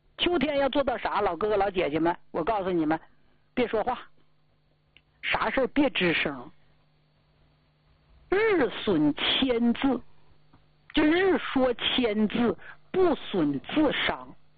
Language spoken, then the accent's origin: Chinese; Northeast China, China; 土生土长的东北人，你像我现在我就愿意在东北待着，这北京还将就，你再往南一点我受不了